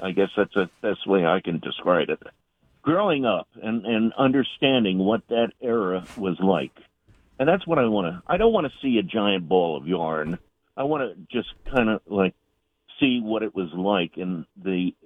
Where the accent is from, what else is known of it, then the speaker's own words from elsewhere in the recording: New Jersey, United States; I was raised in New Jersey, so yeah.